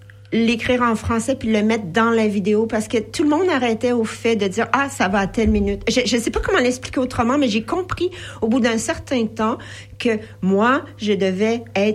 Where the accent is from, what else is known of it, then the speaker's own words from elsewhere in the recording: Montreal, Quebec, Canada; Oui, j'ai grandi à Montréal jusqu'à l'âge de 6 ans. J'ai joué dans les ruelles.